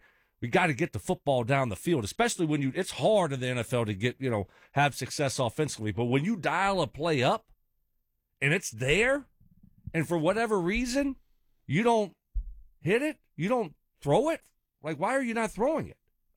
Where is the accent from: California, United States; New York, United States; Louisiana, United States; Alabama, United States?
Louisiana, United States; Lafayette; I grew up in Lafayette. So that's 2 hours away.